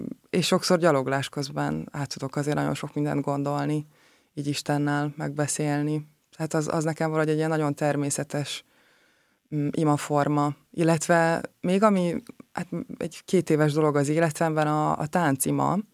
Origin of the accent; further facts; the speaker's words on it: Hungary; a Balatonnál nőttem fel